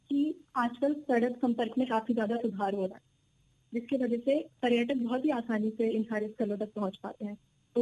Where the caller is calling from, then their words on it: Nainital, Uttarakhand, India; मैं नैनीताल से हूँ